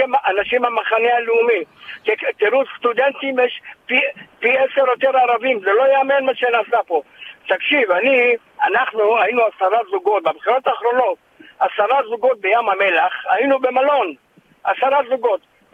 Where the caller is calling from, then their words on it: Tel Aviv, Tel Aviv District, Israel; אנחנו תל אביבים